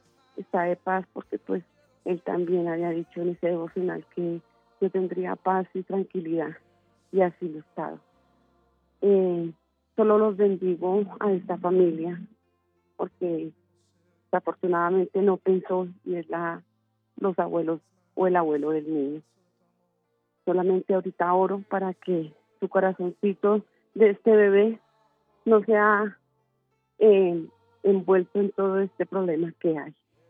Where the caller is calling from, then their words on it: Bogotá, Colombia; Vivo en Fontibón, pero estoy en este momento laborando en Suba.